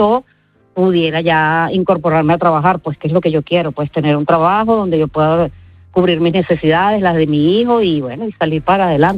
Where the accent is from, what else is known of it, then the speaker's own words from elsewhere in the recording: Venezuela; moved away as an adult; now in Spain; Bueno, yo vengo de Venezuela y bueno... Situación país, yo me vine con mi hijo